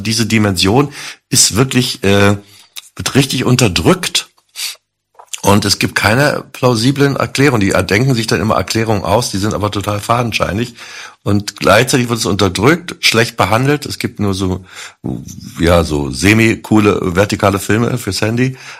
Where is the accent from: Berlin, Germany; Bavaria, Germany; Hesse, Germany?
Berlin, Germany